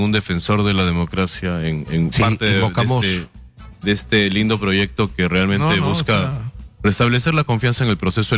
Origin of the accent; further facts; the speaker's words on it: Arequipa, Peru; born there; accent: Central American; moved away; also born or lived in Germany; No, yo soy peruano, mi papá es alemán, he vivido en la mitad de mi vida en Alemania, pero sí, soy nacido en Arequipa.